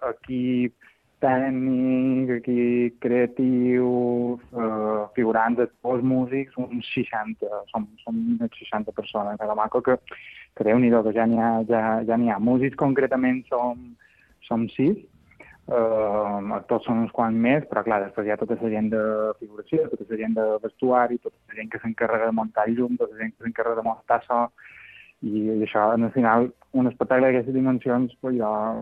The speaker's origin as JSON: {"language": "Catalan", "town": "Alcúdia", "region": "Balearic Islands", "country": "Spain", "said": "Sí, jo som d'Alcúdi, sí"}